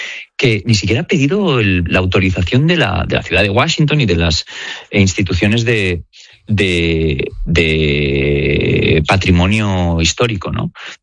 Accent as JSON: {"language": "Spanish", "country": "Spain", "said": "yo siempre como periodista español y conocedor de nuestra historia y defensor de nuestro legado"}